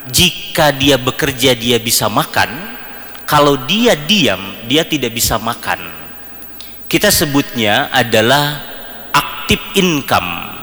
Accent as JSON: {"language": "Indonesian", "town": "Bandung", "region": "West Java", "country": "Indonesia", "said": "saya dari Bandung, yang tentu ini adalah kali pertama saya menginjakan di Aceh"}